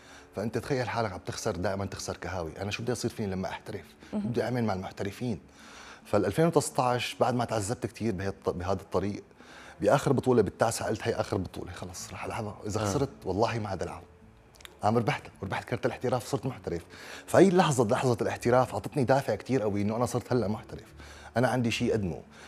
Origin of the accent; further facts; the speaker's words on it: Syria; moved away as an adult; now in United Kingdom; إحنا كلاجئين سوريين لما وصلنا على أي بلد أوروبي بتبدأ من الصفر. أنا واحد بدأ من الصفر، يعني لما أبتدي من الصفر لغة ما عندي، الإنجليزي ما بحكي، ووصلنا لبلد غريبة علينا والثقافة تبعها غريبة